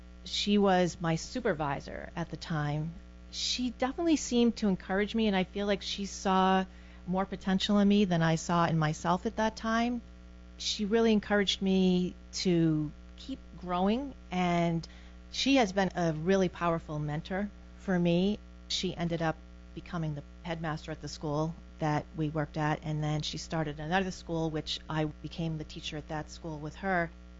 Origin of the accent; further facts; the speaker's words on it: North Attleboro, Massachusetts, United States; I'm one of four kids. I grew up in North Attleboro in Massachusetts.